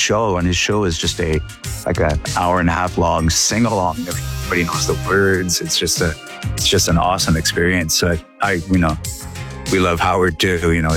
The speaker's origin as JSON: {"language": "English", "town": "Montreal", "region": "Quebec", "country": "Canada", "tie": "born or raised there", "moved": "yes", "lives_now": "United States", "said": "Well, my mother was a classical voice teacher at McGill University in Montreal, where I grew up."}